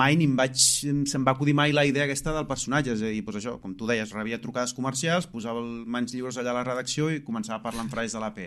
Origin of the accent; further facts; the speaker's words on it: Badalona, Catalonia, Spain; also born or lived in Barcelona; soc de Badalona, però perquè els meus pares van fer trampa.